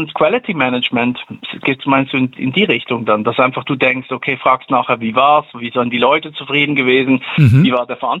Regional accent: Switzerland; bei uns in der Schweiz, ich bin ja Schweizer

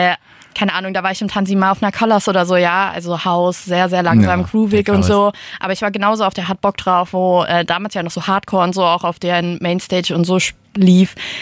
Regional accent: Hesse, Germany; Tatsächlich bin ich im Hintertaunus aufgewachsen. Ist eher so ein bisschen ländlicher, dörflicher Bereich.

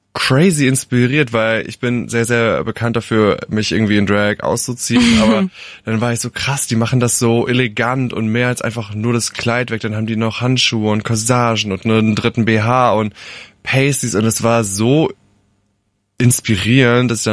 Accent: Rhineland-Palatinate, Germany; Nähe Alzey.

